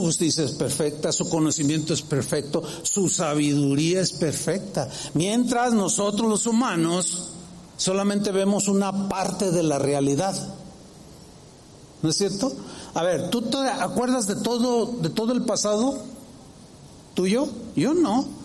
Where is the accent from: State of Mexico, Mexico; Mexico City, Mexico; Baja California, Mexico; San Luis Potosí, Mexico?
San Luis Potosí, Mexico; born there; moved away; en San Luis Potosí, donde yo nací. Pues no estoy allá.